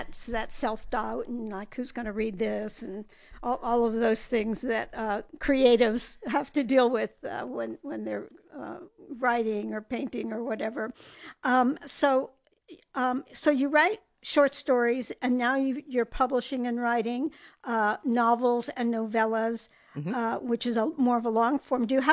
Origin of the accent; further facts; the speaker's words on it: Kansas, United States; Originally from the Sunflower State, Kansas, as I am from the Sunflower State